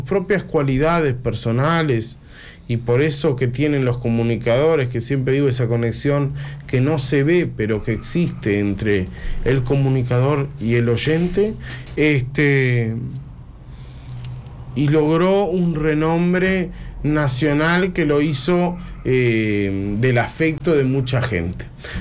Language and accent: Spanish; Tacuarembó, Uruguay